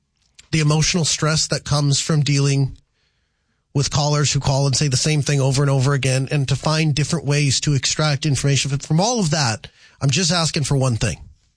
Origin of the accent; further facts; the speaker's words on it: Grand Forks, North Dakota, United States; And so as a person who is from Grand Forks, I was born in Grand Forks, I went to elementary school in Grand Forks, I went to middle school in Grand Forks, I went to high school in Grand Forks, I went to college in Grand Forks, I work in Grand Forks, I lived in Grand Forks